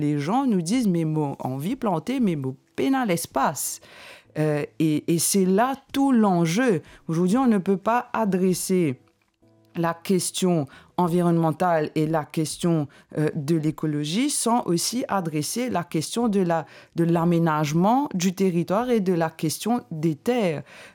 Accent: Mauritius; en tant que Mauricien

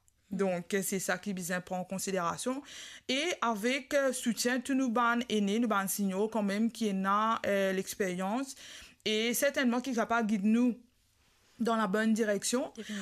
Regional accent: Mauritius; also born or lived in Rodrigues; moi en tant qu'une jeune, femme et mauricienne patriote

